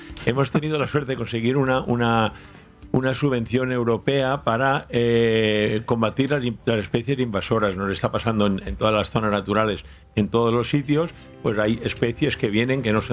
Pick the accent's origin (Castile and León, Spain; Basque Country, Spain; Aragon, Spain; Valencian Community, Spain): Valencian Community, Spain; Altea; soy muy de Altea, me quiero mucho mi pueblo